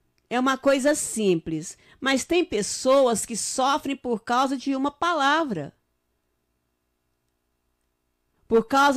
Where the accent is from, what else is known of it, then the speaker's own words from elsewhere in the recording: Uberaba, Minas Gerais, Brazil; Como diz lá no Uberaba, na minha terra.